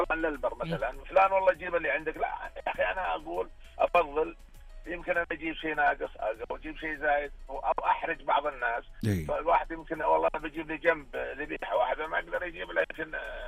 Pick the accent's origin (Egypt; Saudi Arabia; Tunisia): Saudi Arabia; حنا كسعوديين